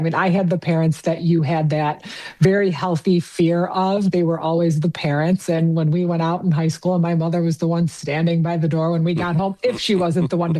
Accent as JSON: {"language": "English", "town": "Wheaton", "region": "Illinois", "country": "United States", "tie": "born or raised there"}